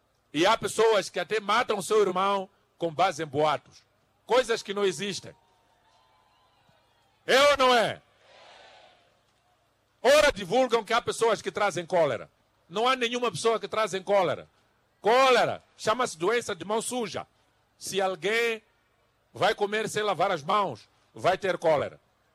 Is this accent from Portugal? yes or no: no; Mozambique; nós, como moçambicanos, quero terminar para vos dizer que temos que continuar unidos do Ruvuma ao... do Zumbo ao...